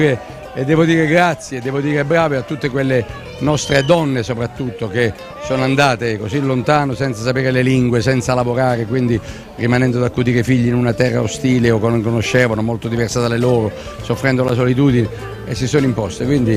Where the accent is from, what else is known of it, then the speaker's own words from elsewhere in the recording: Apulia, Italy; io come pugliese sono molto orgoglioso